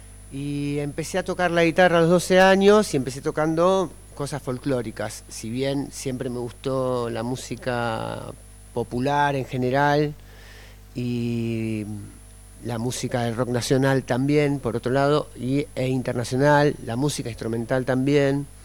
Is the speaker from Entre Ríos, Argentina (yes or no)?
no; Buenos Aires, Argentina; born there; Bueno, yo vengo de... nací en Buenos Aires y me crié un poco, como dice … entre la ciudad y el campo.